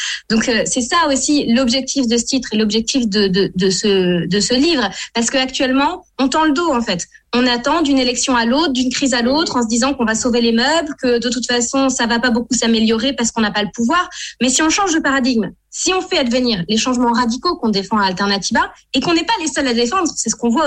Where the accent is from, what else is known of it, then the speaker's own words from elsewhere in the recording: France; en tant que Français et Françaises